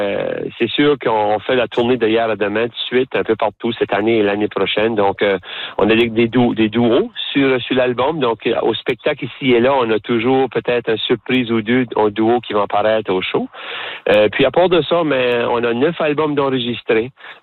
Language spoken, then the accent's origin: French; New Brunswick, Canada; accent: Chiac; nous, on mélange un peu l'anglais, ils appellent ça le chiac, mais c'est un peu comme ça qu'on parle, notre accent.